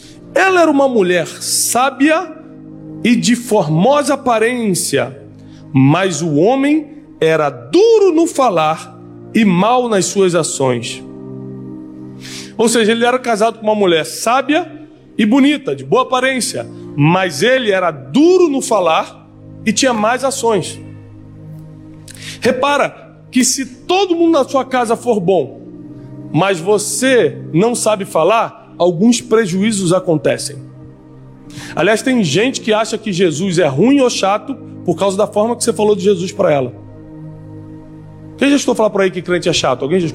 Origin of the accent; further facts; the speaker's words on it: Rio de Janeiro, Brazil; eu cresci no Rio de Janeiro. Então, a polícia do Rio de Janeiro é corrupta.